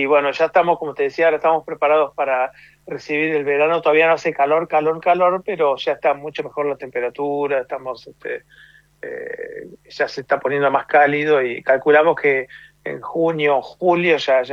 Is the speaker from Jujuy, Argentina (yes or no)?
no; Buenos Aires, Argentina; moved away; somos de Buenos Aires originalmente.